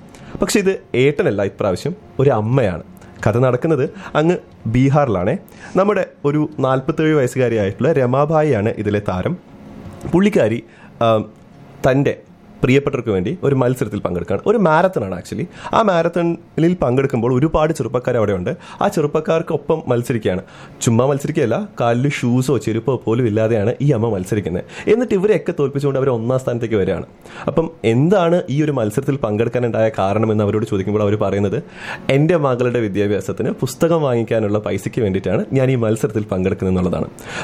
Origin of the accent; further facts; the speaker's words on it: Kollengode, Kerala, India; moved away as an adult; now in Canada; നമ്മൾ പാലക്കാട് കൊല്ലംകോട് എന്ന് പറയുന്ന ഒരു ഗ്രാമത്തിൽ നിന്നാണ് വരുന്നത്. അപ്പം ചിങ്ങമാസത്തിലെ മഴയ്ക്ക് അവിടെ പറഞ്ഞറിയിക്കാൻ പറ്റാത്തൊരു ഭംഗിയുള്ളൊരു നാടാണ്.